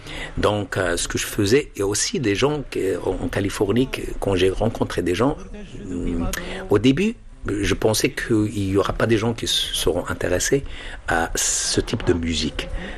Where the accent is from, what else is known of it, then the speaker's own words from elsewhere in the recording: Imintanout, Marrakesh-Safi, Morocco; J'ai grandi à Imintanout, mais je suis né dans un petit village, une petite maison, un truc comme ça, mais entouré de beaucoup, beaucoup de musique.